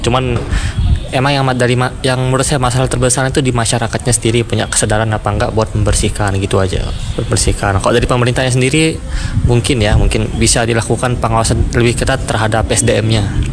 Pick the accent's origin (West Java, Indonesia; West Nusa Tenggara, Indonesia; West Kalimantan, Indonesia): West Nusa Tenggara, Indonesia; Labuapi, West Lombok; Saya asli dari Labu Api, bagi Polak.